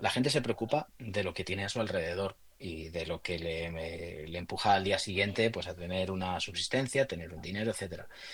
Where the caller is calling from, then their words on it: Guadalajara, Castilla-La Mancha, Spain; Yo soy de Guadalajara, además mi pueblo estaba muy cerca del incendio de la Mierla, de Cogolludo.